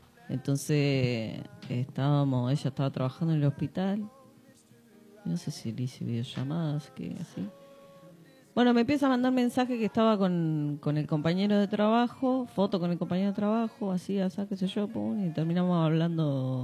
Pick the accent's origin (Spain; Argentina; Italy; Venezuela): Argentina; Necochea, Buenos Aires Province; now in Tandil, Argentina; Somos de Necochea. Mi hermana está en Necochea, mi mamá en Lobería y yo en Tandil.